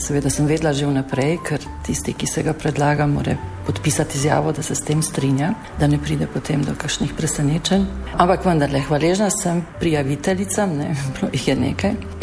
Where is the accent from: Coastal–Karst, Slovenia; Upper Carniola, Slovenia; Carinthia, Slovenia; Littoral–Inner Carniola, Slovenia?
Upper Carniola, Slovenia; Železniki; also born or lived in Ljubljana; rojena sem res v Ljubljani v porodnišnici, ne, ampak takrat moji starši niso živeli v Ljubljani, to je bilo malo kasneje, tako da jaz sem svoja prva, najbolj nežna otroška leta preživela v Železnikih, v eni takšni tipični gorenski dolini